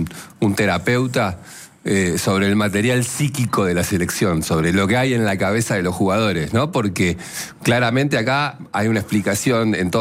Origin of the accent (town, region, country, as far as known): Argentina